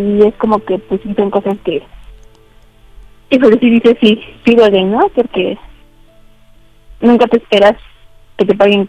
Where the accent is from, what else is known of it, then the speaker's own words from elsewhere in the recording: Magdalena Contreras, Mexico City, Mexico; 31 años y soy de la Magdalena Contreras.